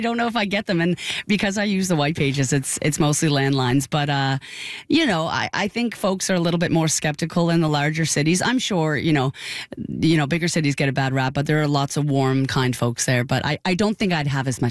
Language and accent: English; Dartmouth, Nova Scotia, Canada; now in Toronto, Canada; I've been in Toronto now living in Toronto for 12 years, and I'm from Dartmouth, Nova Scotia.